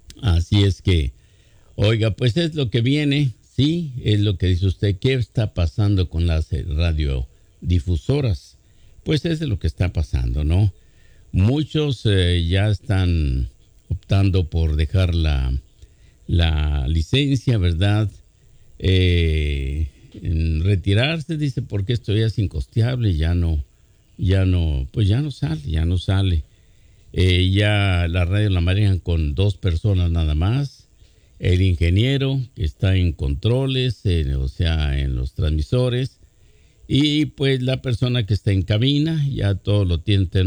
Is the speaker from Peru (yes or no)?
no; Durango, Mexico; now in Los Angeles, United States; yo soy de Durango, yo escucho la radio, los programas, yo los transmito desde por acá, desde Los Ángeles, California, todos los días.